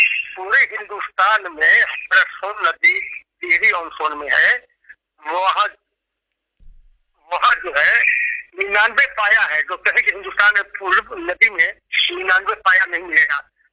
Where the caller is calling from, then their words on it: Rohtas district, Bihar, India; धान भी बहुत जबरदस्त होता है हमारे जिला में।